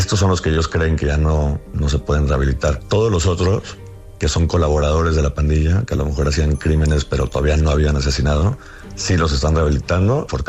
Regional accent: Colombia; now in Mexico; en algunos países latinoamericanos como Colombia, de donde soy, o de México, donde vivo

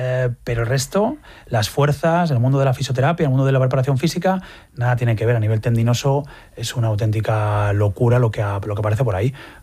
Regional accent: La Rioja, Spain; A mí eso, como riojano, vamos, es algo que te hace sentirte feliz y te llena

